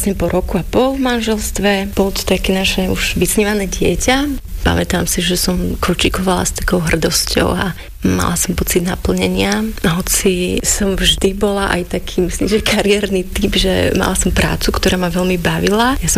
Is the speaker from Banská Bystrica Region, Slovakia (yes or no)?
yes; Hontianske Nemce, Banská Bystrica Region, Slovakia; Hontianske Nemce, to je taká menšia dedinka, nejaký 25-26 kilometrov od Banskej Štiavnice.